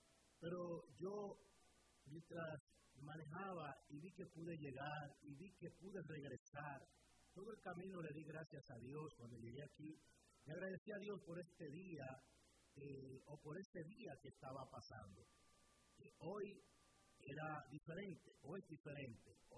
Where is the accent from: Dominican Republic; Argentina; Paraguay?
Dominican Republic; se me hace un poco raro decir soy dominicano. Claro que lo soy, nacido y criado en la República Dominicana.